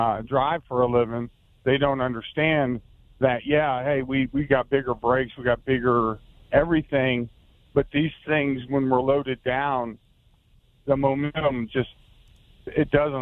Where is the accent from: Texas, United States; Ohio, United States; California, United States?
Ohio, United States; Grove City; now in Charleston, United States; I grew up in Ohio, Grove City, Ohio.